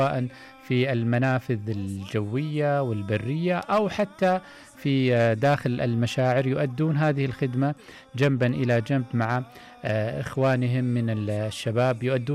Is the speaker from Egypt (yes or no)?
no; Saudi Arabia; احنا السعوديين نفتخر